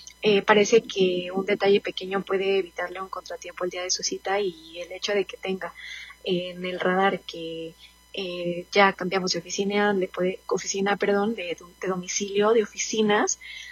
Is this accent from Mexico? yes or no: yes; Mexico; now in Denver, United States; digno para nosotros como mexicanos